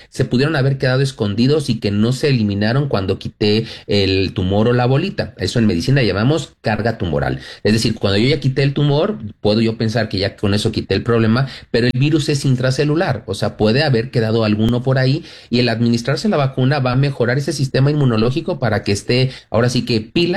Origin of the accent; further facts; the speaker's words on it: Mexico; yo soy mexicano